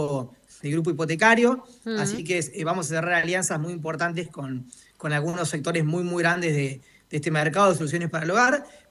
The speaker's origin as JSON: {"language": "Spanish", "region": "Córdoba", "country": "Argentina", "said": "obviamente en Córdoba, porque somos cordobeses"}